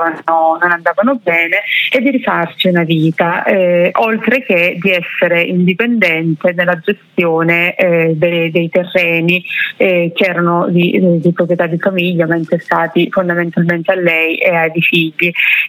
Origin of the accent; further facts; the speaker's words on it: Cinquefrondi, Calabria, Italy; un comune vicino al mio, lei viveva a Laureana di Borrello e io sono di Cinquecronica, quindi parliamo di 10 chilometri di distanza